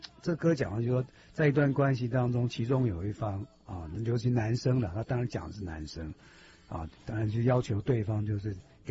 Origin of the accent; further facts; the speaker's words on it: China; 就像我们中国人就不太善于表达爱意，